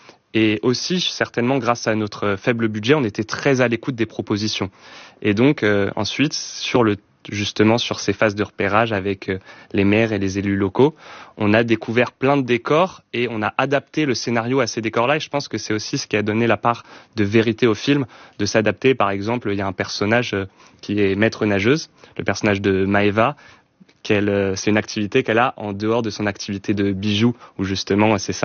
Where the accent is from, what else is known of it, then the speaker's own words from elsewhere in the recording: Nantes, Pays de la Loire, France; Alors nous, on vient de Nantes et depuis toujours, on est très attaché à la Bretagne en fait.